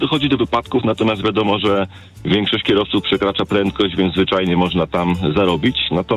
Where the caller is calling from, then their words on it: Gdańsk, Pomeranian Voivodeship, Poland; dzwonię z Gdańska, też akurat z Zakółka.